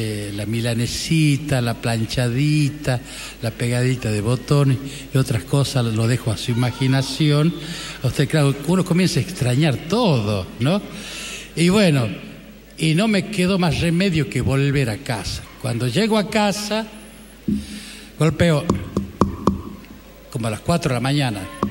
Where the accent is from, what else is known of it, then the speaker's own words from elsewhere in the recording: Coronel Moldes, Salta, Argentina; moved away; en mi pueblo natal, en Coronel José de Moldes, que queda en la provincia de Salta.